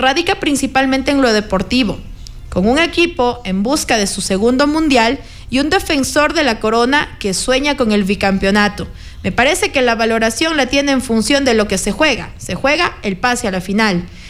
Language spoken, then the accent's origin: Spanish; Ecuador; desde acá, desde Ecuador